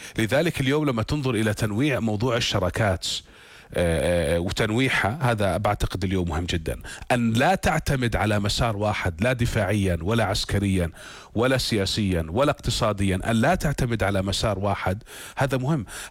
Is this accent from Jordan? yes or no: yes; Jordan; عندنا في الأردن